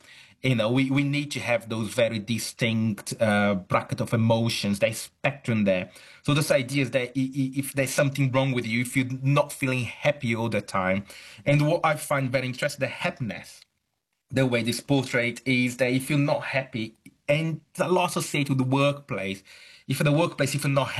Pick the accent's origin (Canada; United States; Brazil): Brazil; now in United Kingdom; I'm originally from Brazil, though I'm academic at the University of Chichester in the UK. I see a lot of that also in Brazil.